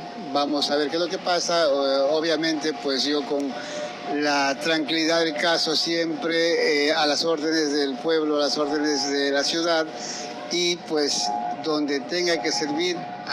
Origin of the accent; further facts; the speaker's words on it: La Troncal, Cañar, Ecuador; como ciudadano, como modesto ciudadano de la Cantona Troncal.